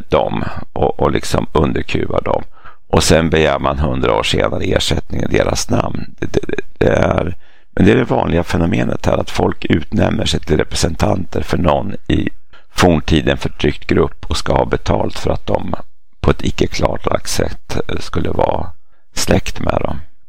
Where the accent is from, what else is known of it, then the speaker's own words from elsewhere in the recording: Namibia; Ja, det är bara minnen från min uppväxt i Sydvästafrika.